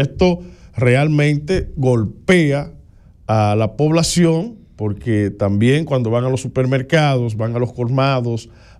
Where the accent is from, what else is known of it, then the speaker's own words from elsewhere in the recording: Dominican Republic; somos los dominicanos y las dominicanas